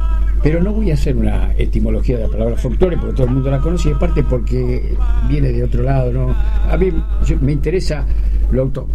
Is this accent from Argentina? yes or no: yes; Argentina; born there; yo nací acá, mi raíz está acá.